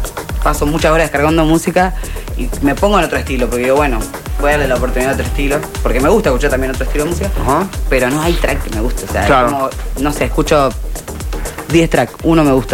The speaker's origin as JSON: {"language": "Spanish", "town": "Rosario", "region": "Santa Fe", "country": "Argentina", "moved": "as an adult", "lives_now": "Florianópolis, Brazil", "said": "Yo soy de Rosario, vivo hace 3 años en Floripa"}